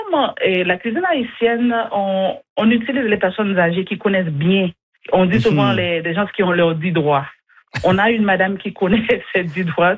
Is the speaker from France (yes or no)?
no; Montreal, Quebec, Canada; Moi, personnellement, quand j'arrivais en Acadie, c'est loin de Montréal. Je viens de Montréal, mm-hmm. en plus.